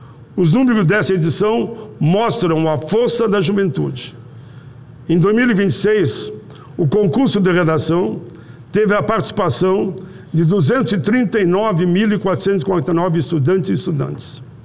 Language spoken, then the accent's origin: Portuguese; Rio Grande do Sul, Brazil; eu, como gaúcho